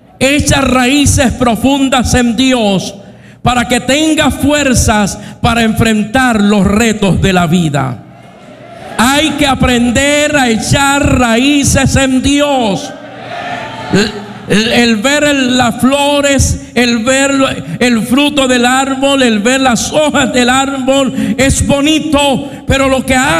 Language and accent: Spanish; Puerto Rico; mi tierra, Puerto Rico.